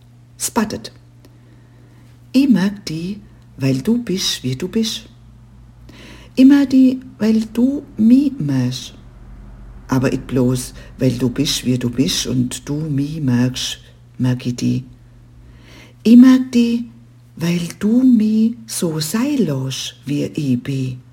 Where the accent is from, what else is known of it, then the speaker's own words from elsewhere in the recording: Baden-Württemberg, Germany; accent: Upper Swabian (oberschwäbisch); ich schreibe schon seit vielen Jahren Texte in meiner oberschwäbischen Mundart